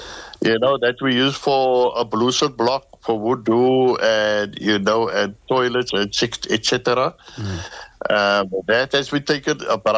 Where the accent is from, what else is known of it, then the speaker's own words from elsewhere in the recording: Cape Town, Western Cape, South Africa; I'm a born and bred Cape Townian. I grew up in District 6, alhamdulillah.